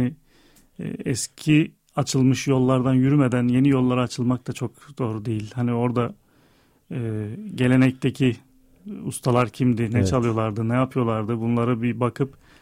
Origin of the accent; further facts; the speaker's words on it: Istanbul, Turkey; born there; İstanbul doğumluyum.